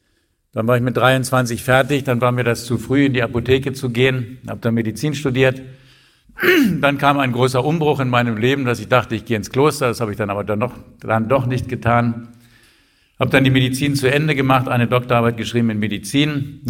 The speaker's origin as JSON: {"language": "German", "region": "Northern Germany", "country": "Germany", "moved": "as an adult", "lives_now": "Vienna, Austria", "said": "wie man an meiner Sprache hört. Ich bin jetzt seit 25 Jahren in Wien, aber ich komme aus Norddeutschland. Genau genommen muss ich sagen, mein Vater kam aus Schlesien"}